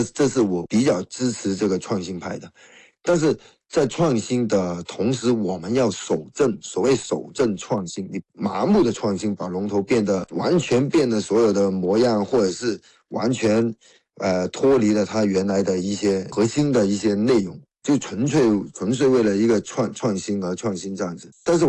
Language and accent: Chinese; Guangdong, China; 其实我们广府人就是通过龙舟作为这个神灵的水上游行的一种行为